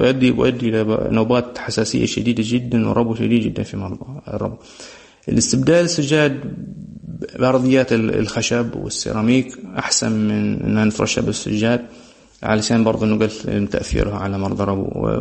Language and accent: Arabic; Hadhramaut, Yemen; عندنا في حضرموت بحكم من الصحراء أو الجو الجاف في الوادي والرمال والأتربة والبيئة اللي احنا نعيش فيها والزراعية والحيوانية